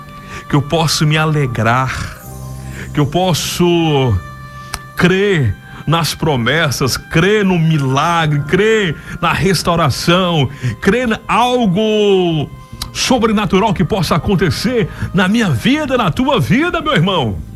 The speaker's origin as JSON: {"language": "Portuguese", "region": "Tocantins", "country": "Brazil", "tie": "born there", "also_born_or_lived": "Goiânia", "moved": "as an adult", "lives_now": "Palmas, Brazil", "said": "quando eu retorno para o estado do Tocantins, que é o meu estado, aonde eu nasci"}